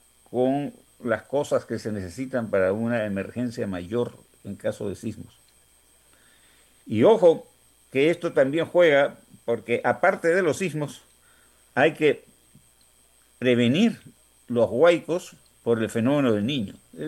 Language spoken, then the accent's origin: Spanish; Peru; que todos somos peruanos, que todos necesitamos desarrollar nuestro país